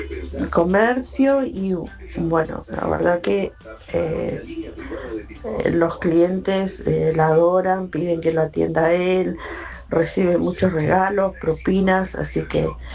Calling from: Moreno, Buenos Aires Province, Argentina; de Moreno.

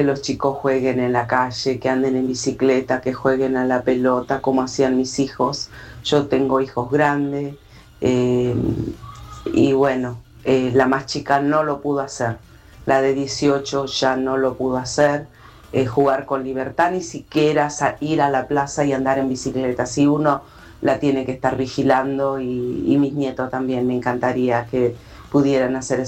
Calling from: Buenos Aires Province, Argentina; de Don Orione.

